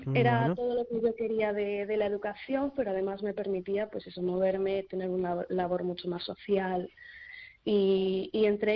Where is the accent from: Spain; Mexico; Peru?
Spain; Santiago de Compostela, Galicia; also born or lived in Valladolid / Segovia / Ecuador; yo nací en Valladolid, como comentaste antes. Me crié en Segovia hasta los 6 años. Crecí aquí en Santiago. Pero bueno, una parte de mí pues siempre estará en Ecuador, ¿no? Donde está mi familia.